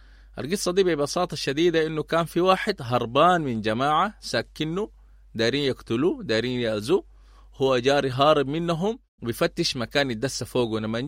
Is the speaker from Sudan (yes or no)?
yes; Sudan; accent: Sudanese colloquial; وأحيانا بنلقى في كلمات بلهجتنا نحن السودانية العامية،